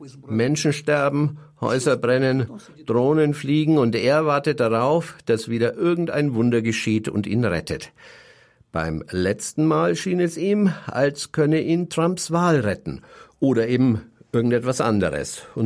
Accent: Russia; moved away; Ich selbst bin aus Russland emigriert, weil ich nicht in einer Welt leben wollte, die sich Wladimir Putin ausgedacht hat.

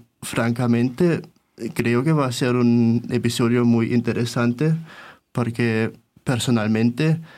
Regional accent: Germany; como soy de aquí, de Alemania

